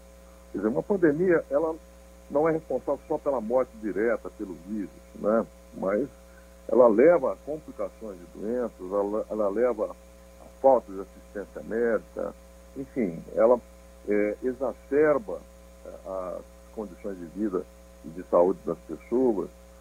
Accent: Batatais, São Paulo, Brazil; moved away; also born or lived in Ribeirão Preto; Não sou de Ribeirão, sou de Batatais, mas toda a minha vida profissional foi feita em Ribeirão Preto.

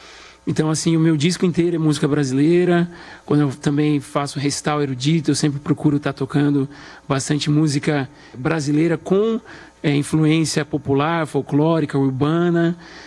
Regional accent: Itu, São Paulo, Brazil; now in United States; E são 14 anos já morando nos Estados Unidos. Eu sou do interior de São Paulo, de Itu. Cresci tocando em projeto social, banda de música, estudei na Unicamp.

